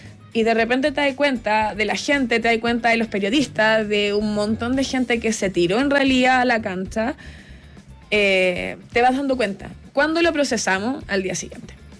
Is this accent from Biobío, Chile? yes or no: yes; Talcahuano, Biobío, Chile; moved away; yo me vine de Talcahuano, yo soy de Talcahuano